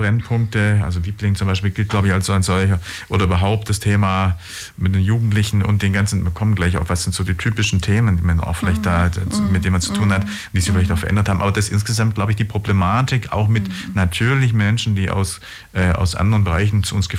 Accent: Ulm, Baden-Württemberg, Germany; Also ich komme aus Böfingen

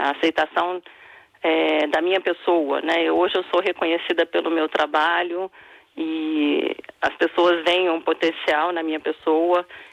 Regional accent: Brazil; Nós temos na equipe colegas, né, que são da Turquia, colegas alemãs, eu sou brasileira, né

